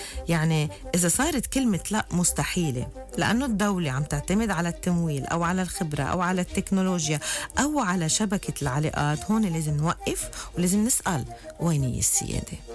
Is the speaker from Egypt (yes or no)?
no; Lebanon; أنا كدولة لبنانية